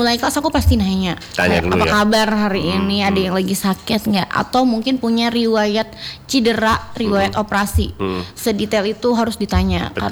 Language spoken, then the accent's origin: Indonesian; Tanjung, North Kalimantan, Indonesia; karena aku kan dari Tanjung nih, biasa main ke Tarakan, jadi biasa pernah ikut kelas di Tarakan sebelum aku jadi teacher.